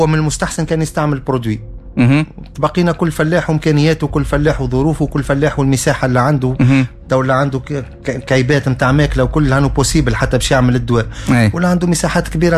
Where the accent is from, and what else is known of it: Tunisia